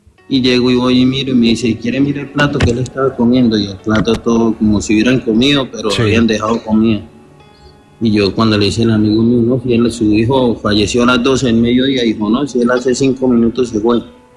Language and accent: Spanish; Barrancabermeja, Santander, Colombia; now in Bogotá, Colombia; Señor, pues yo no soy de acá, de Bogotá. Yo soy de Barrancabermeja.